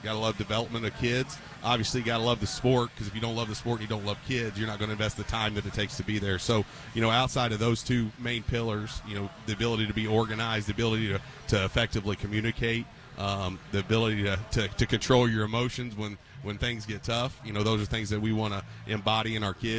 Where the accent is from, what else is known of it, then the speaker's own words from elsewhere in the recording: Indianapolis, Indiana, United States; I'm from Decatur Township, grew up Decatur Central grad